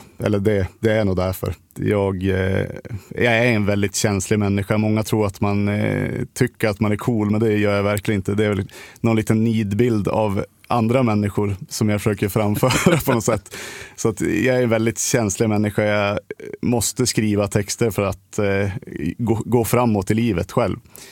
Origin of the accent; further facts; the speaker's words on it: Västernorrland County, Sweden; så då var det ju tufft, tyckte jag, att spela på hemmaplan. För då var det ju, ja, men du vet hur det är. Man är från ett litet ställe